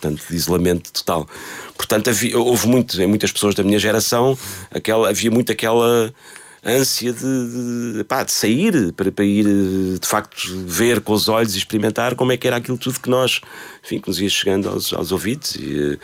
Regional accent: Lisbon, Portugal; born there; moved away as an adult; also born or lived in New York; Eu nasci em Lisboa.

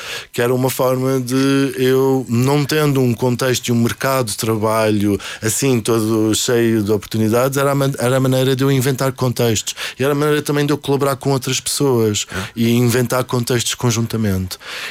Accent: Azores, Portugal; Não, pelo facto de eu ser açoriano, não, porque sempre tive este. Eu parece que sou do Porto

